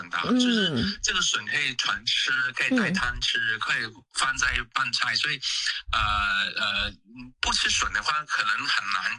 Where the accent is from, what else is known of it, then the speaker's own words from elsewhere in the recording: Hong Kong; 我们香港人听起来会很喜欢